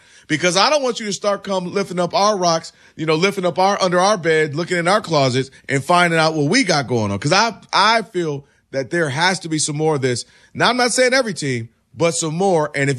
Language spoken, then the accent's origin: English; Riverside, California, United States; I'm from Riverside, which is, you know, right outside